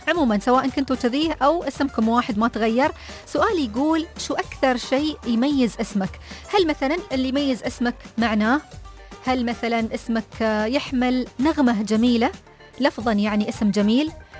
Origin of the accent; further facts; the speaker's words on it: United Arab Emirates; عندنا في الإمارات